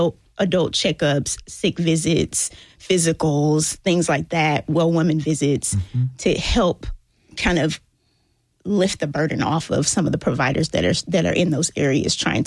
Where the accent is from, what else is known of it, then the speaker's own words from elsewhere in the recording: Columbia, Tennessee, United States; I'm from Murray County. Y'all mentioned it.